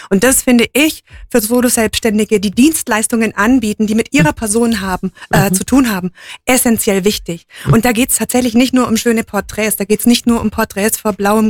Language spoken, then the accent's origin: German; Memmingen, Bavaria, Germany; moved away; also born or lived in Munich; ich bin Memmingerin und war 20 Jahre in München, habe auch in München meine Fotografenlehre gemacht.